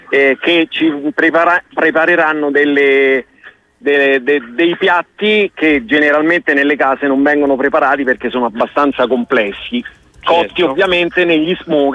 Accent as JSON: {"language": "Italian", "town": "Genazzano", "region": "Lazio", "country": "Italy", "said": "sono legato al mio paesino, quindi non lo voglio lasciare"}